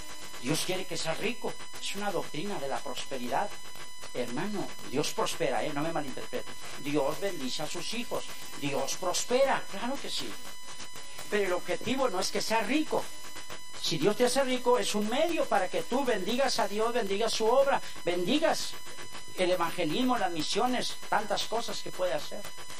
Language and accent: Spanish; Haiti; now in United States; Cuando yo vine de Haití y llegamos a Florida, y yo en el avión podía ver toda la playa lujosísima